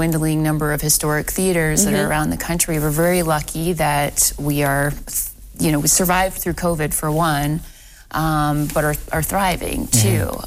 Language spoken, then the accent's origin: English; Ames, Iowa, United States; moved away as an adult; also born or lived in Oregon / Idaho; now in Toledo, United States; I grew up in Iowa.